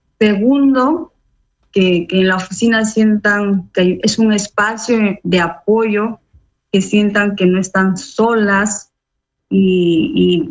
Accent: Yurimaguas, Loreto, Peru; also born or lived in Vitoria-Gasteiz, Spain; un abrazo amazónico, peruano, selvático, desde Yurimaguas

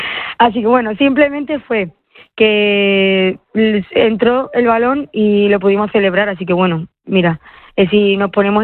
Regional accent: Málaga, Andalusia, Spain; moved away; me encanta el calor, porque soy de Málaga.

